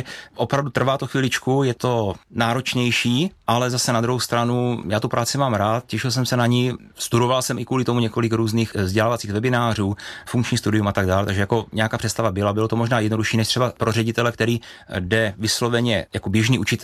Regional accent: Šumperk, Olomouc Region, Czechia; born there; also born or lived in Staré Město; Já jsem se narodil v Šumperku, což je okresní město tam celé oblasti, no bývalé okresní město. Někdy v 99. roce jsem se přestěhoval do Starého Města. Tam jsem působil, nebo žil 10 let.

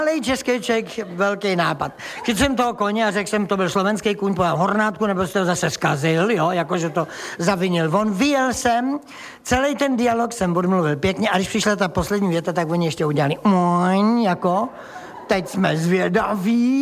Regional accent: South Bohemian Region, Czechia; řeknu, promiňte, já jsem blbej Jihočech a pojedu domů.

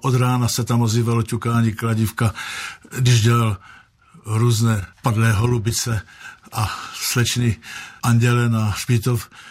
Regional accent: Ivanovice na Hané, Olomouc Region, Czechia; also born or lived in Prostějov; Já jsem se narodil v Prostějově a žil jsem tedy v Ivanovicích na Hané do svých 15 let

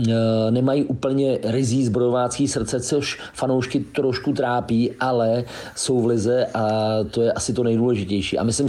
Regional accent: Liberec, Liberec Region, Czechia; a já tím, že jsem z Liberce, tak vlastně Brno bylo moje jediné angažmá, kde jsem bydlel

